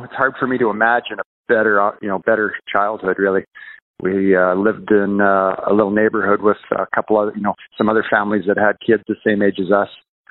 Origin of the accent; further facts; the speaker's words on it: Cranbrook, British Columbia, Canada; also born or lived in Edmonton / Cassiar; I was born in Edmonton, went back to Cassiar. We lived there probably until I was about 3 years old and then moved to Cranbrook at that point.